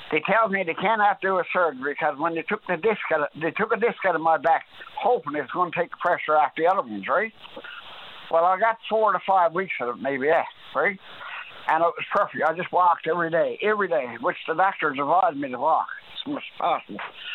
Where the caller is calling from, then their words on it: Newfoundland and Labrador, Canada; here in Newfoundland